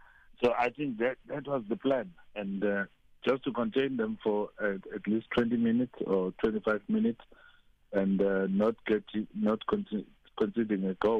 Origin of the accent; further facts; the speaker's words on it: South Africa; our mindset as South African players